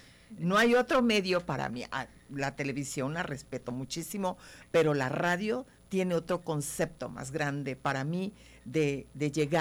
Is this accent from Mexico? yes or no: yes; Nacajuca, Tabasco, Mexico; soy de Nacajuca, soy una hija de Dios, absolutamente.